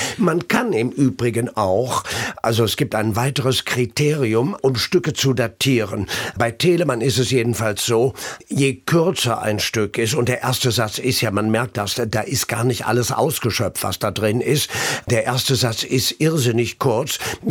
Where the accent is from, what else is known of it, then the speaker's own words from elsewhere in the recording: Siegen, North Rhine-Westphalia, Germany; wie der Maler Rubens, der wo aus meiner Heimatstadt kam, der wo in Siegen geboren ist